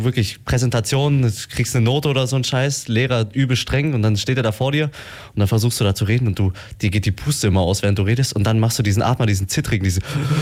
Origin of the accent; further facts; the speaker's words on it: Memmingen, Bavaria, Germany; Ich komme aus Memmingen.